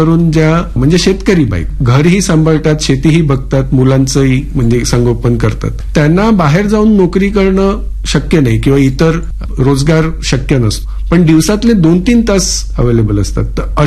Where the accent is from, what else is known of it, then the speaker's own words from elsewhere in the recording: Bordi, Maharashtra, India; आमचं गाव समुद्र किनारी आहे आणि एक वीकेंड डेस्टिनेशन आहे तर खूप टुरिस्ट येतात. बोर्डी डहाणू हा जो परिसर आहे